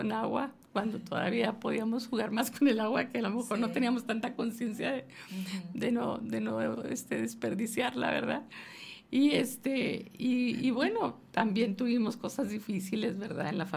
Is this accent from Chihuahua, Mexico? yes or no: yes; Ciudad Juárez, Chihuahua, Mexico; Yo viví una infancia bonita, sí, nací aquí en Juárez. Okay. Y bueno, pues crecí, gracias a Dios, muy libre.